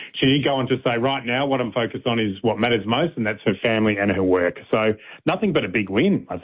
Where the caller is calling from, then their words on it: Melbourne, Victoria, Australia; So, of course, I'm calling from Melbourne, and there's been a lot of chatter about Melbourne missing out